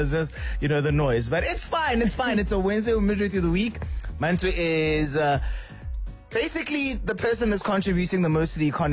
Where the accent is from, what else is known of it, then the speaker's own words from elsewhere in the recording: South Africa; as South Africans.